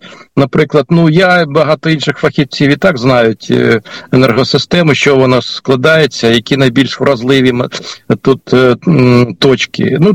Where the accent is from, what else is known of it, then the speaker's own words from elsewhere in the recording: Kyiv, Ukraine; ми, кияни